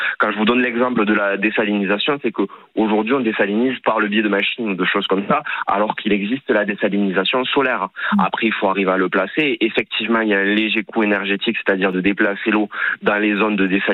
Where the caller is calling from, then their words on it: Rodez, Occitanie, France; Moi, j'habite à Rodez